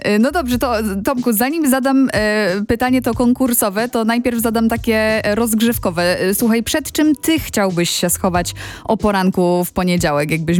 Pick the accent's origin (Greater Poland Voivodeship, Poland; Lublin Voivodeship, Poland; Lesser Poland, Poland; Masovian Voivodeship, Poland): Lesser Poland, Poland; Oczywiście fantastycznie, że to są okolice Krakowa, bo to są też moje rodzinne okolice.